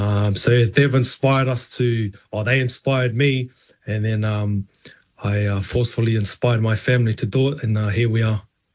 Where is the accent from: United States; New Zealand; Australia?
New Zealand; Auckland; born and raised in Auckland, first generation. Mum and dad were born in Niue.